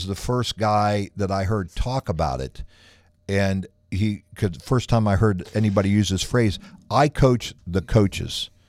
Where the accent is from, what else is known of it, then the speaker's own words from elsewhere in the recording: Midwest, United States; When he said that, because we're from the Midwest, we don't have a hype machine.